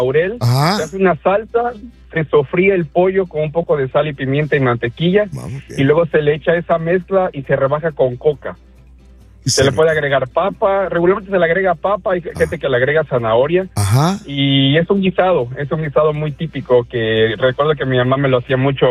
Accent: Ignacio de la Llave, Veracruz, Mexico; bueno, soy de Veracruz. Nací en un pueblo que se llama Ignacio de la Llave, Veracruz. Le conocen como la Mixequilla.

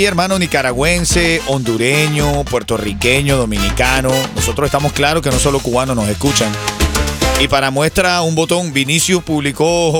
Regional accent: Caracas, Capital District, Venezuela; moved away; en Caracas, los de mi zona y eso, ya uno se sentía grande

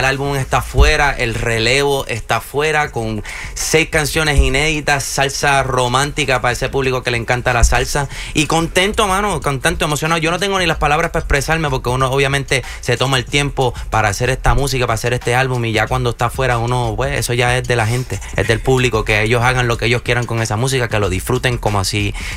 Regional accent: Philadelphia, Pennsylvania, United States; born there; Es que yo soy nacido en Filadelfia, pero yo soy boricua, papi, para que tú lo sepas.

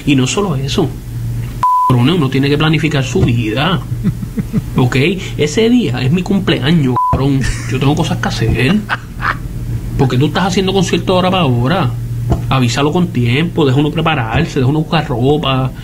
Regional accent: Mayagüez, Puerto Rico; Pero c***o, yo soy de Mayagüez.

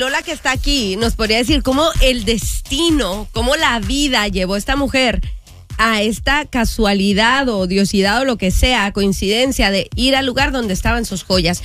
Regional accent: Ciudad Juárez, Chihuahua, Mexico; Supero, cuidado, que soy de Juárez.

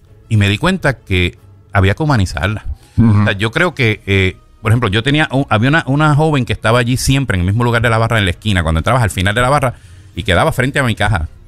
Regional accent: Corozal, Puerto Rico; Yo soy de Corozal.

